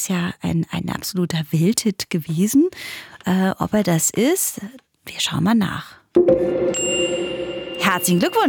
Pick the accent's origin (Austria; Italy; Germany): Germany; Saarland; moved away; also born or lived in Cologne; so ist das ja mit uns Saarland. Ich habe selber auch 15 Jahre in Köln verbracht und da bin ich wieder.